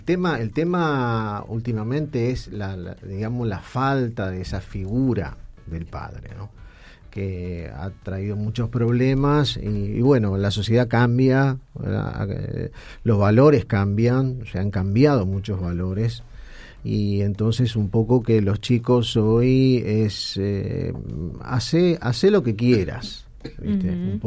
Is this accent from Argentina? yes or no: yes; Rosario, Santa Fe, Argentina; Nosotros venimos de Rosario, la ciudad de Rosario, una ciudad muy linda, una ciudad grande.